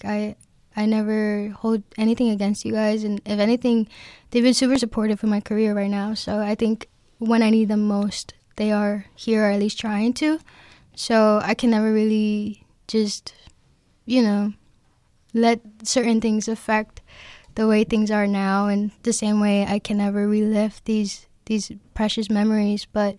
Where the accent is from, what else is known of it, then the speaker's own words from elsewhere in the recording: New York, United States; we grew up in the Bronx, so obviously we grew up in apartment buildings